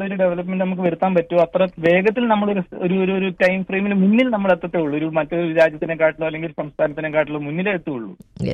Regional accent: Thiruvalla, Kerala, India; now in Dubai, United Arab Emirates; Nadu Thiruvalla.

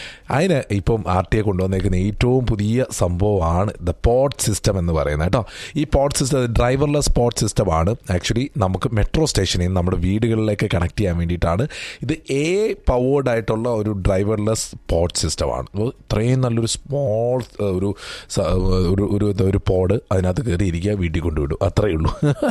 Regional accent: Kerala, India; born or raised there; also born or lived in Haripad (mother's home); now in United Arab Emirates

